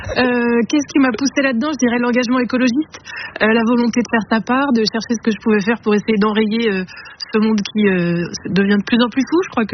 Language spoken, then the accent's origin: French; Île-de-France, France; moved away as an adult; je viens de Seine-Saint-Denis. Et les 25 premières années de ma vie, je n'ai pas vraiment vu de terreau.